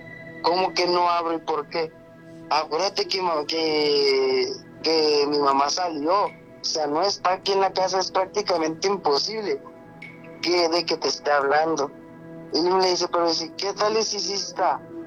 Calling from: Hermosillo, Sonora, Mexico; Desde Hermosillo

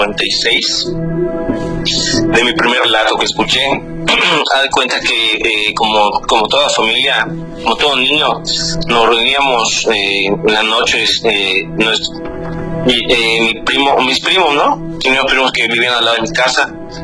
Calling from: Mérida, Yucatán, Mexico; de Mérida.

